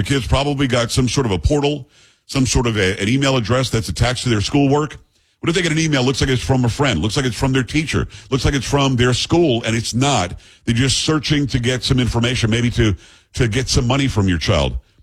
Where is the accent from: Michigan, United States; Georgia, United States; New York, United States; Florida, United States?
Florida, United States; Now, when I grew up in South Florida, we had an next door neighbor